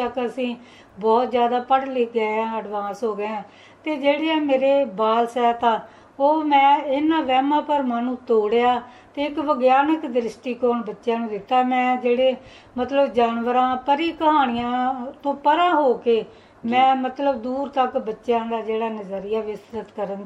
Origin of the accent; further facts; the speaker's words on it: Moga, Punjab, India; moved away as an adult; also born or lived in Jagraon / Ludhiana district; ਜੋ ਮੇਰਾ ਜਨਮ ਸਥਾਨ ਹੈ ਉਹ ਮੋਗਾ, ਜਿਹੜਾ ਹੁਣ ਜ਼ਿਲ੍ਹਾ ਬਣ ਚੁੱਕਿਆ, ਉਦੋਂ ਫਰੀਦਕੋਟ ਦਾ ਹਿੱਸਾ ਸੀ। ਉਸ ਟਾਈਮ ਬਹੁਤ ਹੀ ਪਛੜਾ ਜਿਹਾ ਇਲਾਕਾ ਸੀਗਾ